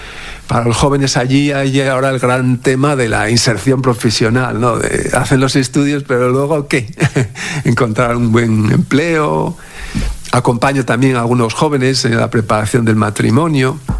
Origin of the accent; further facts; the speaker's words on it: Avilés, Asturias, Spain; moved away as an adult; also born or lived in San Román de Candamo / Navarre / Rome / Valladolid; now in Cameroon; Nací allí y tal, pero luego efectivamente crecí en Avilés, estudié en el Instituto Carreño Miranda